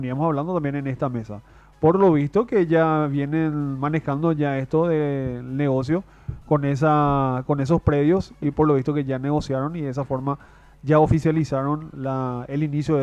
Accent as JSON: {"language": "Spanish", "country": "Paraguay", "said": "para poder representarnos como paraguayos en lo más alto del podio"}